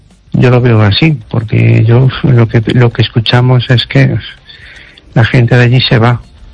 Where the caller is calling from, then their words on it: Amoeiro, Galicia, Spain; de Un Toldo de Amoeiro.